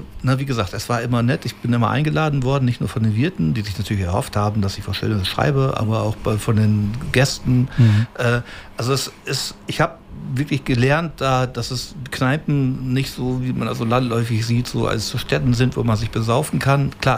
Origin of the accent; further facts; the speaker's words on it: Osnabrück, Lower Saxony, Germany; weil ich meine, ich bin hier in Osnabrück aufgewachsen und geboren und als Lokalreporter ist das für mich hier wirklich das Paradies